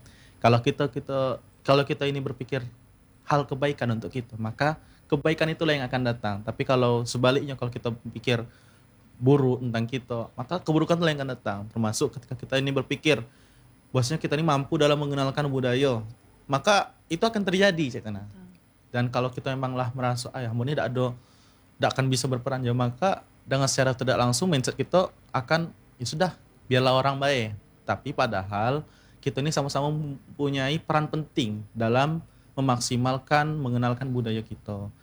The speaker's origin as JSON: {"language": "Indonesian", "region": "Bengkulu", "country": "Indonesia", "said": "kita ini orang Bengkulu, orang-orang suku Melayu nih."}